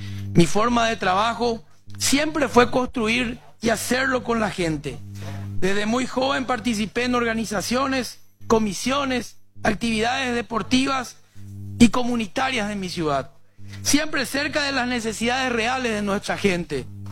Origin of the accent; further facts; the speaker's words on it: Encarnación, Itapúa, Paraguay; Ahora, como encarnaceno, como colorado y como paraguayo, me corresponde honrarla